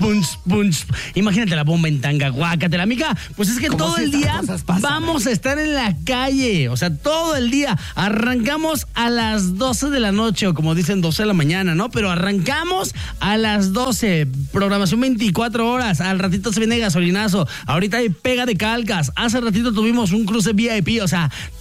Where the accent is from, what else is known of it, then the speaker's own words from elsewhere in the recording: Mexico; Y es que en México festejamos por todo y por nada.